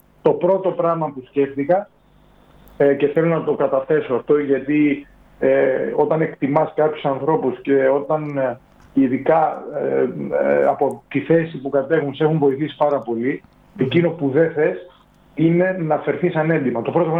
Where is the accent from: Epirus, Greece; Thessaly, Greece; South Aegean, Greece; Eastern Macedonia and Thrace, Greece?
South Aegean, Greece; Leipsoi; Είναι ο τόπος μου, η Λειψή, είναι ο τόπος που γεννήθηκα, μεγάλωσα